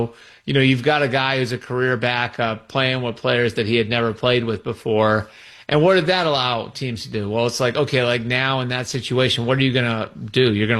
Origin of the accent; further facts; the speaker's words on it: New England, United States; I was born in 1980, So, like, one of my earliest memories and growing up in New England